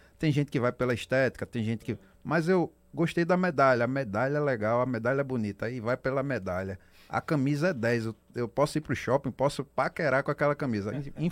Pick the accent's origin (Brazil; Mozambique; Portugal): Brazil; Northeast Brazil; a gente, como é nordestino